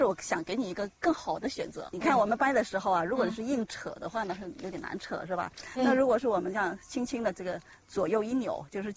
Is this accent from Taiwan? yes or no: no; Guangdong, China; 我们广东人啊有一句话